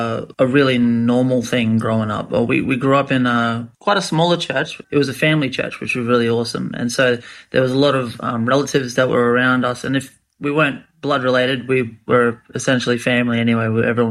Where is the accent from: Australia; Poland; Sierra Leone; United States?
Australia; Rockhampton, Queensland; also born or lived in Bowen; now in Brisbane, Australia; Queensland boy. I'm originally from a little town on the Whitsundays called Bowen. And born in Bowen, I was raised in Rockhampton.